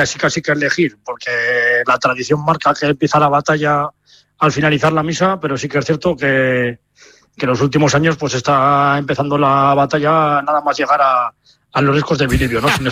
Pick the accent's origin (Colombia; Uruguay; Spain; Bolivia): Spain; Haro, La Rioja; los jarreros, ¿no? Que es el nombre que tenemos los que somos de aquí, de Haro, ¿no?